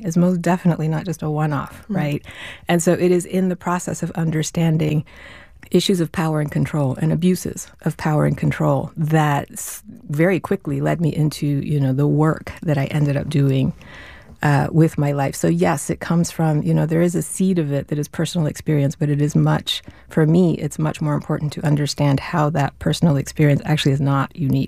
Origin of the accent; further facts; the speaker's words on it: Venezuela; moved away; I wasn't raised in the U.S. I grew up in Venezuela.